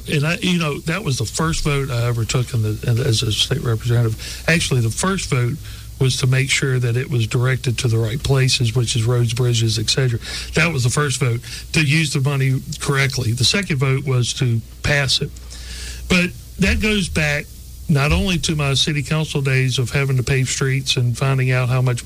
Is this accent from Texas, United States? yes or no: no; Baldwin County, Alabama, United States; also born or lived in Wiregrass, Alabama; I grew up in Baldwin County, lived in the Wiregrass.